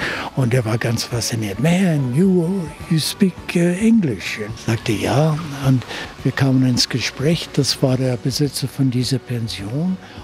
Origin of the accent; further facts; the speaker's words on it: British Columbia, Canada; moved away; also born or lived in Northern California, United States; Und da habe ich meine Kindheit verbracht auf der Insel. Meine besten Freunde waren die Wälder und da gab es Braunbären und unglaublich viele Rehe und Lachs und alles. Dann sind wir von Kanada, Vancouver Island, 1965 runtergezogen nach Nordkalifornien.